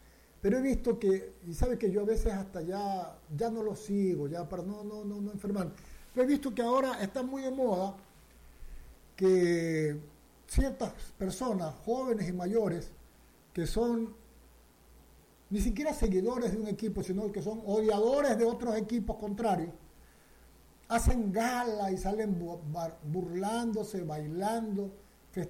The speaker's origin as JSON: {"language": "Spanish", "town": "Guayaquil", "region": "Guayas", "country": "Ecuador", "tie": "born or raised there", "said": "a mí como guayaquileño, como guayacense"}